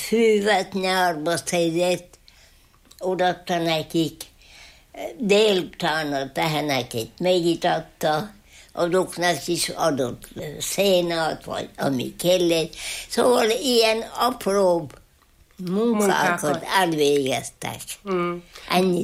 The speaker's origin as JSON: {"language": "Hungarian", "town": "Parád", "region": "Heves", "country": "Hungary", "tie": "born or raised there", "said": "Én itt születtem."}